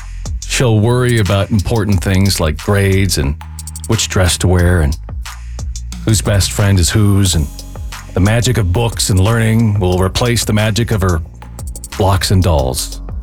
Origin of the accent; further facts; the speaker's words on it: Seattle, Washington, United States; Man, I grew up in Seattle and school didn't start till much later.